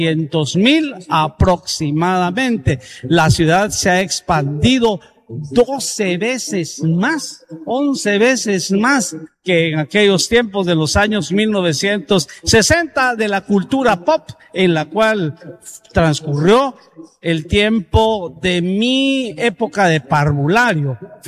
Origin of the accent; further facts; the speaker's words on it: Huehuetenango, Guatemala; en el tiempo en que yo crecí en Huehuetenango, éramos 25,000 habitantes